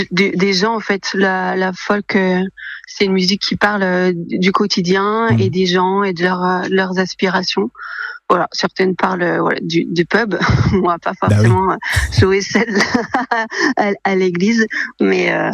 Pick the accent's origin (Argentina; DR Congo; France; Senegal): France; Brittany; Moi, je suis bretonne.